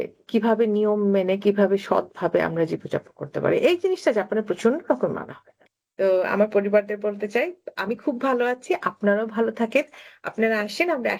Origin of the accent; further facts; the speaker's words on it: Dhaka, Dhaka Division, Bangladesh; now in Japan; আসলে আমার জন্ম ঢাকায়, আমি বড় হয়েছে রামপুরাতে, আমার দাদার বাড়ি গোপালগঞ্জে। আমার ছোটবেলার মেমোরি বলতে সব ঢাকাতেই, মাঝে মাঝে হয়তো তখন গোপালগঞ্জে দেখতাম।